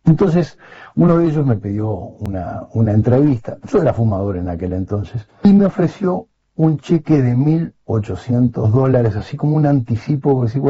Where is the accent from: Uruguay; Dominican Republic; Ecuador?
Uruguay; me ofende a mí como uruguayo